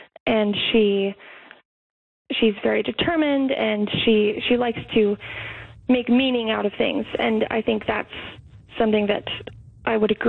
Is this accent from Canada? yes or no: yes; Canada; And I'm Canadian, and I grew up knowing the story of Anne of Green Gables and reading the books like a lot of other people.